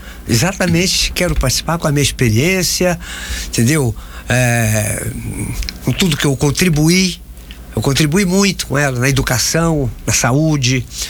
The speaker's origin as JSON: {"language": "Portuguese", "town": "Anápolis", "region": "Goiás", "country": "Brazil", "tie": "born or raised there", "said": "principalmente a Anápolis, que é a minha cidade natal."}